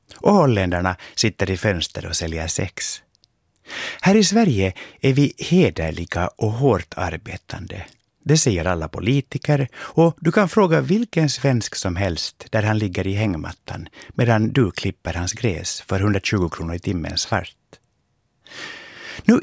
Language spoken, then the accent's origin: Swedish; Finland; Men, invände jag är ju finlandssvensk. Jag kan inte ens finska, jag kan bara svenska.